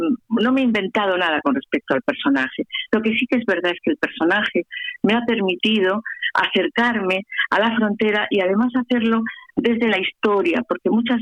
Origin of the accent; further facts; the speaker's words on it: Granada, Andalusia, Spain; now in Gormaz area, Spain; yo soy granadina.